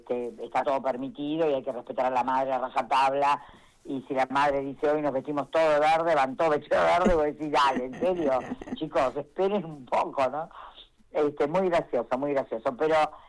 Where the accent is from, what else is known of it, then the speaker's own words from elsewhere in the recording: Argentina; Somos Argentina con Maradona, con Messi, no se puede ni empezar a hablar.